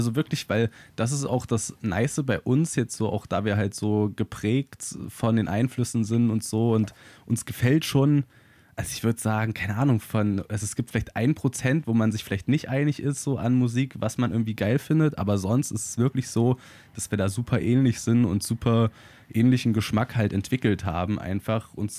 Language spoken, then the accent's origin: German; Weimar, Thuringia, Germany; also born or lived in Jena; da wir in Weimar groß geworden sind und in Umgebung in Jena